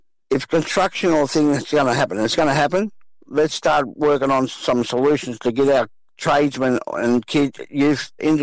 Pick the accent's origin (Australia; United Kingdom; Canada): Australia; Sydney, New South Wales; born there; also born or lived in Wiradjuri country; We grew up in South Sydney, mm. Redfern All Blacks we played for